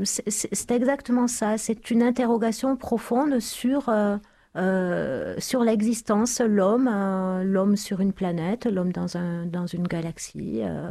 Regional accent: Toulouse, Occitanie, France; born there; je suis née à Toulouse, en France.

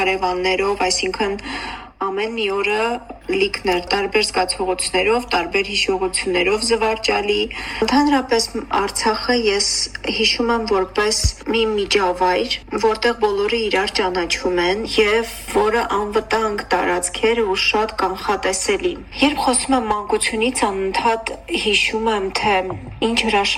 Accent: Stepanakert, Azerbaijan; ծնվել եմ Ստեփանակերտում, սովորել եմ թիվ 11 ավագ դպրոցում

